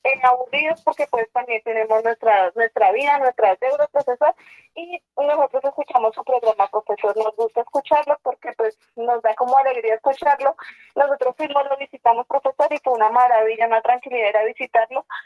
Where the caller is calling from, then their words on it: Villapinzón, Cundinamarca, Colombia; le estoy llamando desde Villapinzón, Cundinamarca.